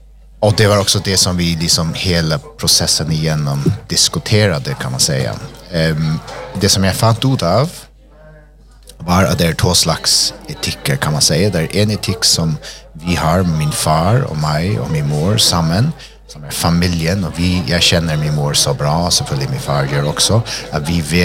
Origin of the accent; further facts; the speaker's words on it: Faroe Islands; Jag kommer från Färöarna.